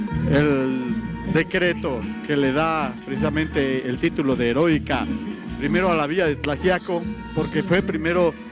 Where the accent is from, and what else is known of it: Oaxaca, Mexico